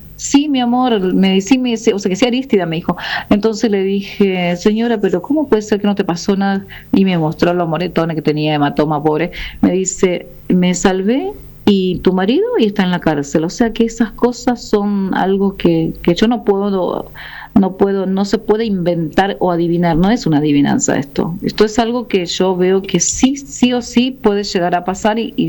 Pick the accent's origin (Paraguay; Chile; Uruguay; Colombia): Paraguay; Roque González de Santa Cruz, Paraguarí; born there; accent: Paraguayan, Guarani-influenced; moved away; Sí, yo soy paraguaya, nacida en Roque González de Santa Cruz. Después de Carapeguá viene Roque González.